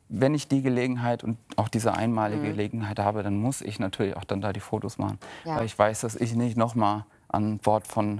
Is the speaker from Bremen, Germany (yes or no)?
no; Hesse, Germany; Ja, also gerade im Ohmtal, wo ich wohne, wo ich groß geworden bin, haben wir wunderschöne Felder und Auen und Wälder.